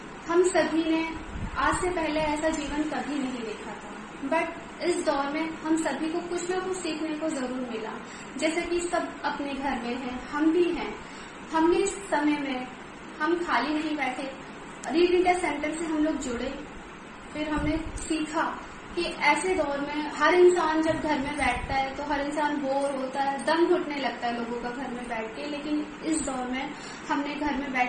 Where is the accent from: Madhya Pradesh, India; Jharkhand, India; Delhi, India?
Delhi, India; नमस्कार दोस्तों … और मैं दिल्ली से हूँ।